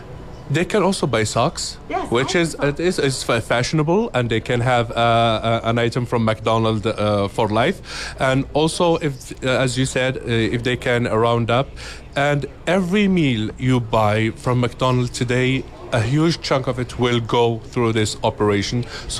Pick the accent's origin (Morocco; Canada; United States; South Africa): Morocco; Because I'm from Morocco, yeah. And we are a country, let's say a touristic country, so we are receiving a lot of people.